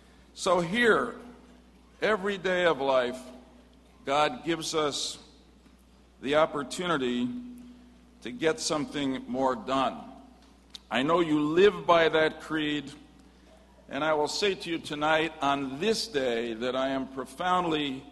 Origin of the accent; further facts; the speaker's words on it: Stamford, Connecticut, United States; my hometown Shaliach from Stamford, Connecticut.